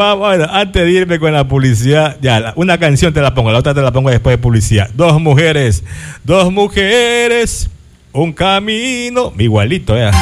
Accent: Ecuador

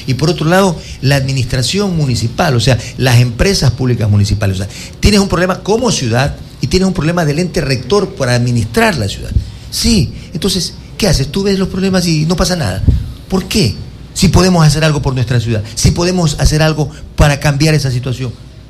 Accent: Quevedo, Los Ríos, Ecuador; Mi ciudad natal es Quevedo, nací acá.

